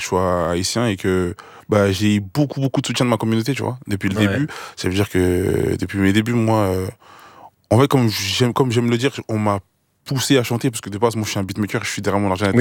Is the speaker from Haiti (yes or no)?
yes; Haiti; Je suis haïtien.